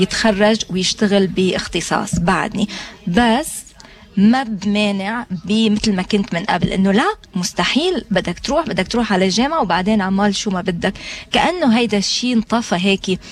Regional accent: Lebanon; moved away as an adult; now in Australia; أنا كشخص جاي من لبنان جديد صاروا 6 سنين بأستراليا

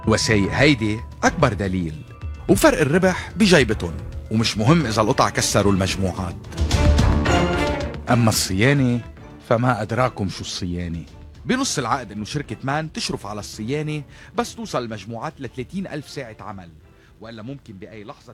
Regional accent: Lebanon; منكون كلبنانيين

